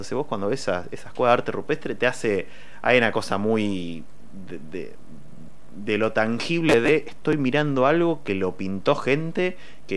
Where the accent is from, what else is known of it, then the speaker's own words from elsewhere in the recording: Argentina; Todos somos Argentina